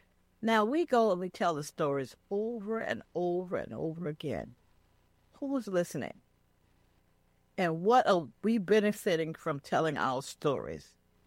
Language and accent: English; the South, United States; now in New York, United States; I'm from the South as well.